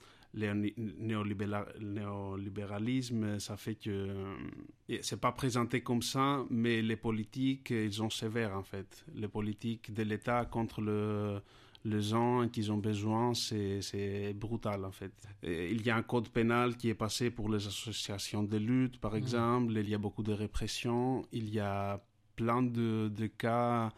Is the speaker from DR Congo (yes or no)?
no; Greece; French is a second language; moved away as an adult; also born or lived in Turkey; now in Toulouse, France; Moi, ça fait 10 ans que j'habite à l'étranger. J'étais 3 ans en Turquie et maintenant, ça fait 8 ans que je suis en France. Et c'est vrai que tous les ans, ben, je rentre régulièrement